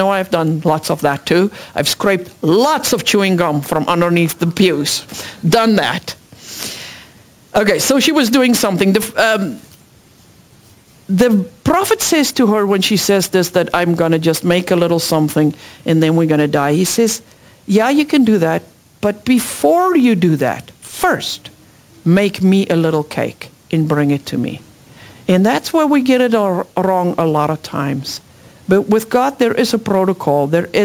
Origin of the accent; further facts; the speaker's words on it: South Africa; English is a second language; moved away as an adult; because I'm an immigrant from South Africa, and when my kids were little, it was very lonely. I couldn't speak English that well